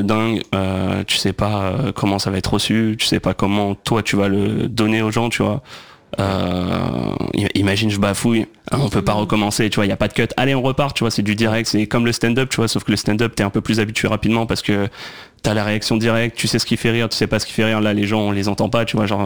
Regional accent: Hauts-de-France, France; parce que moi je suis de Picardie à la base, donc dès que j'ai pu monter sur Paris pour faire du stand-up après mon bac, bah je l'ai fait

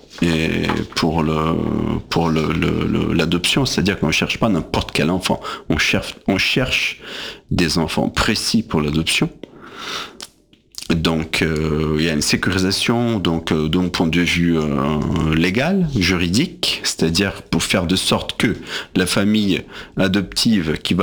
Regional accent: Brazil; first language Portuguese; French is a second language; now in France; Ça, il y en a aussi bien en portugais, là d'où je viens, du Brésil.

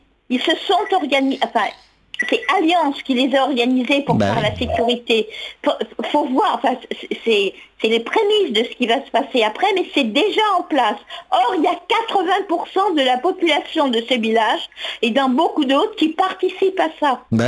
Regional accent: France; moved away; C'est dans mon village natal que ça se passe.

